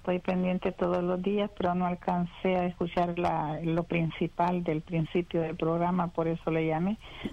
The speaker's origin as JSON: {"language": "Spanish", "country": "El Salvador", "said": "Soy de Salvador, con lo del TPS."}